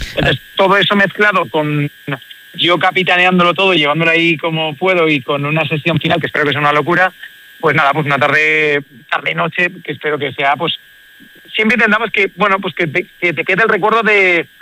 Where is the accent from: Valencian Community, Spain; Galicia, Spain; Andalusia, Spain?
Valencian Community, Spain; Valencia; En Navidad me bajo a mi tierra, que es Valencia, y en verano empiezo la gira en Cáceres.